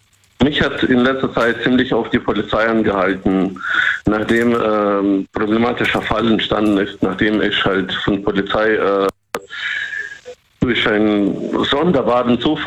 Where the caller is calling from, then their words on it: Bruchmühlbach, Rhineland-Palatinate, Germany; Ich rufe aus Rheinland-Pfalz an.